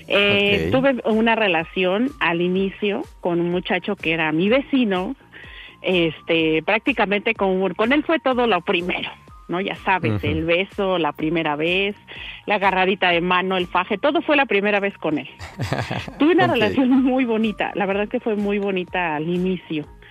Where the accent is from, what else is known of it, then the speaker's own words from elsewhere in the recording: State of Mexico, Mexico; De aquí del Estado de México.